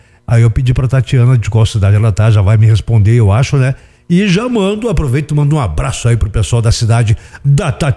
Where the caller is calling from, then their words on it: São Miguel do Oeste, Santa Catarina, Brazil; sou de São Miguel do Oeste, estou ouvindo o teu programa que tá muito bom, estou tomando um chimarrão